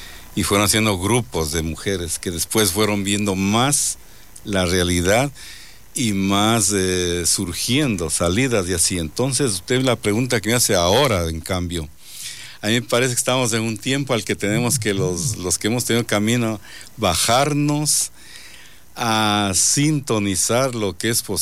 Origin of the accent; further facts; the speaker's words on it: Riobamba, Chimborazo, Ecuador; moved away as an adult; also born or lived in Quito; Yo soy de Riobamba, estoy estudiando en la Politécnica, Ingeniería Mecánica